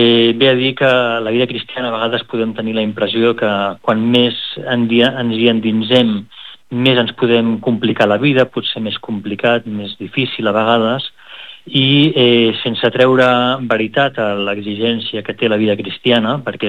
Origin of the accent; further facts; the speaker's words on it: Girona, Catalonia, Spain; moved away as an adult; also born or lived in Barcelona; now in Rome, Italy; jo he passat la meva infància i adolescència i joventut a Girona, estudiant aquí a Girona, i amb la família també aquí a Girona, que encara estan allà, evidentment.